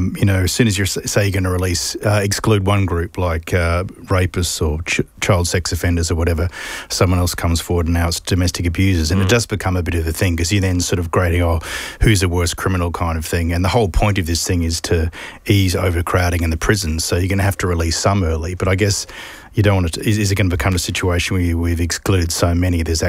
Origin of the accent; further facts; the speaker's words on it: Australia; being an Australian